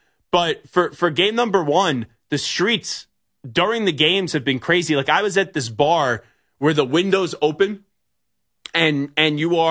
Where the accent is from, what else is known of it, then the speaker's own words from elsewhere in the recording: Dix Hills, New York, United States; I actually went to Comac High School, and I grew up in the Dix Hills area, but I was right on the cut line, as you know, Dix Hills, Comac is so close to one another that I went to Comac schools growing up as a kid.